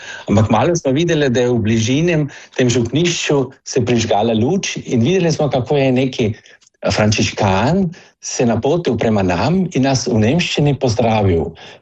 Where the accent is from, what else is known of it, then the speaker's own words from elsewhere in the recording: Carinthia, Austria; born there; Jaz sem rojen na Koroškem, sem koroški Slovenc.